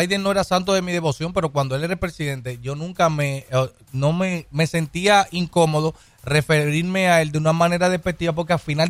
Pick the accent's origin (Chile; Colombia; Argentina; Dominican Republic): Dominican Republic; nosotros somos dominicanos, se supone que tú protejas a República Dominicana